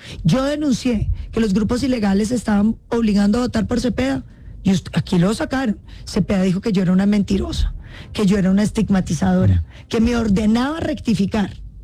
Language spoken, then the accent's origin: Spanish; Colombia; militarizar la vía Cali-Popayán, Pasto, Rumichaca, porque es mi tierra